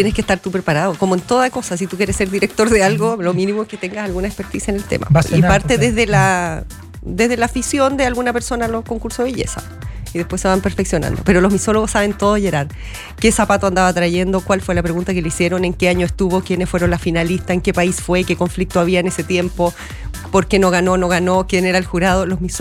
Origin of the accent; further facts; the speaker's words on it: Chiloé, Los Lagos, Chile; Árabe, de repente. Depende, a veces soy media española. También soy chilota.